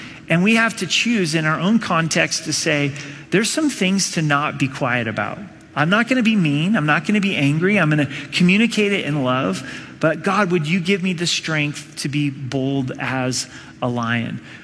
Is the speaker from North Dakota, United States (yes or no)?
no; Oregon, United States; I grew up in Southern Oregon